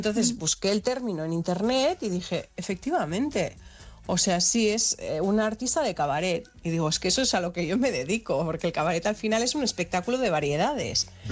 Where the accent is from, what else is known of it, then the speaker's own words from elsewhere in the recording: Basque Country, Spain; now in Barcelona, Spain; teniendo en cuenta además que soy vasca, O sea, que es que en Euskadi se dice y se comenta que la gente se reproduce por esporas.